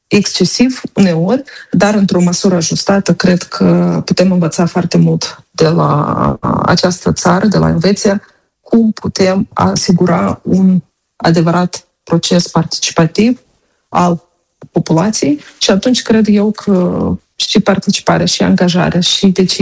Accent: Moldova; now in Geneva, Switzerland

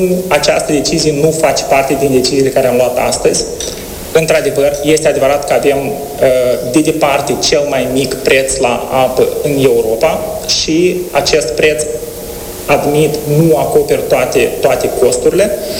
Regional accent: Moldova; noi în Moldova avem două piețe

